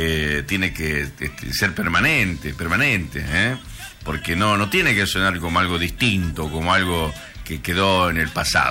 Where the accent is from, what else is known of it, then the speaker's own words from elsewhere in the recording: Argentina; yo creo que todos somos argentinos